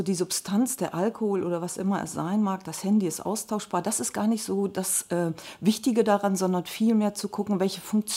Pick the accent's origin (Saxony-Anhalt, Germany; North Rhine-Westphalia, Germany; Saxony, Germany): North Rhine-Westphalia, Germany; Und wir kommen ja hier aus Münsterland, ich wohne im Kreis Coesfeld.